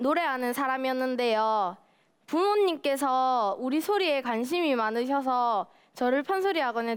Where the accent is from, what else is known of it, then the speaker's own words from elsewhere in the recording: Jinju, South Gyeongsang, South Korea; 저희 고향 진주에 어린이부터 할머니 할아버지까지 공부를 할 수 있는 학교를 만들고 싶습니다.